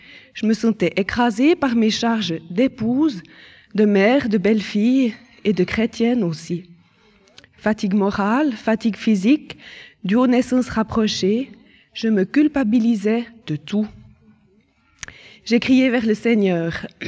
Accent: Lausanne, Vaud, Switzerland; born there; Je suis née à Lausanne et j'ai été baptisée dans la foi catholique.

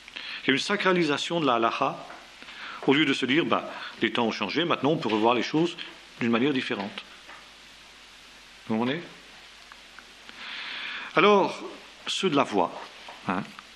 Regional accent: France; nous en France, nous on boit du vin

